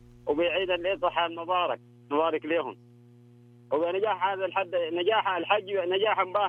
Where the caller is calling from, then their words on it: Arar, Northern Borders, Saudi Arabia; من عرعر معكم.